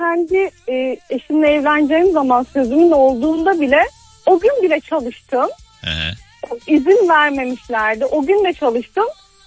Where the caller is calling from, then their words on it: Bursa, Turkey; Bursa'dan arıyorum.